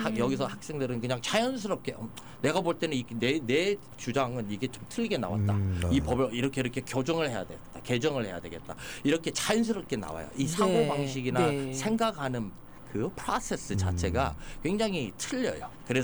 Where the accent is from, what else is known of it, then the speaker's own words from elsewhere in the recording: South Korea; now in United States; 우리 한국 문화가 그 유교 정신이라서